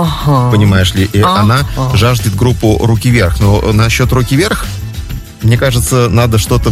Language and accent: Russian; Togliatti, Samara Oblast, Russia; АвтоВАЗ в Тюмени, а я из Тольятти, точно.